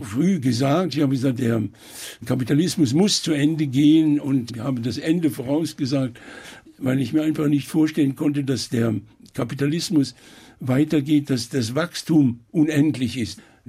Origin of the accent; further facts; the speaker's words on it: Eifel, Germany; moved away; also born or lived in Italy; Naja, ich habe immer die Eifel, immer als meine Heimat betrachtet. Ich habe zwar sicher mal in Italien in meinen ersten Jahren dort meine zweite Heimat gesucht und muss ehrlich sagen, ich habe sie nicht gefunden.